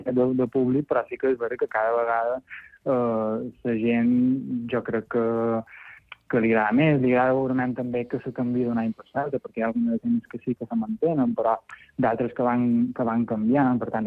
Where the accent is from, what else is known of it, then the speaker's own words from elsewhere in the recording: Alcúdia, Balearic Islands, Spain; jo som del Cudi